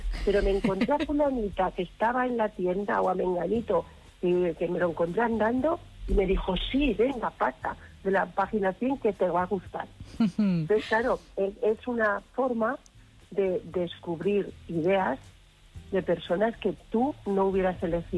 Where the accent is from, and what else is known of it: Conchel, Aragon, Spain